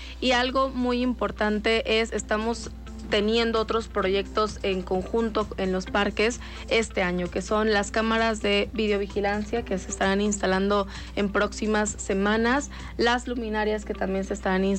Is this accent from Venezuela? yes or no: no; Puebla, Mexico; porque los parques son de nosotros como poblanos.